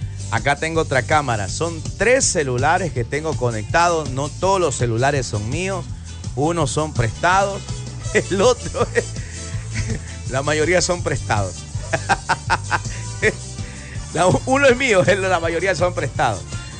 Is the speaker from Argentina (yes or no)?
no; Ecuador; Nosotros somos de Ecuador